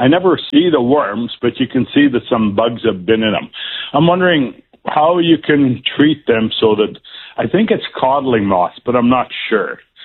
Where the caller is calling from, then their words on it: White City, Saskatchewan, Canada; White City.